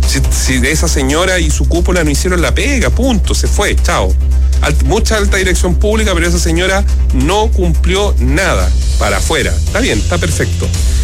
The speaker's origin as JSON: {"language": "Spanish", "country": "Chile", "said": "¿Por qué tenemos que, como chilenos, andar corriendo?"}